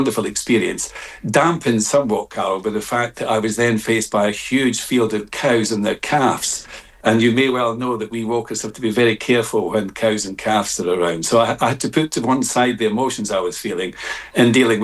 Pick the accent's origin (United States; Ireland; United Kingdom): United Kingdom; Scotland; now in South of England, United Kingdom; into my home country of Scotland